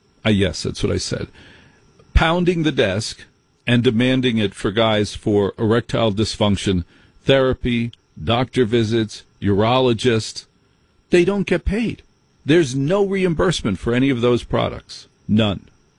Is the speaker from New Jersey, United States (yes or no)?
yes; New Jersey, United States; I grew up in Jersey. How do we communicate in Jersey?